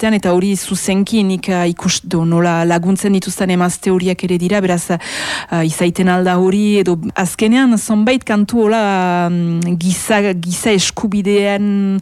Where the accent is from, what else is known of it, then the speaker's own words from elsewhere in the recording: Baigorri, Nouvelle-Aquitaine, France; Etxea, ni Baigorri Garazikoa naiz, anauztaga, bien artean, baina ne euskaldea da hemen.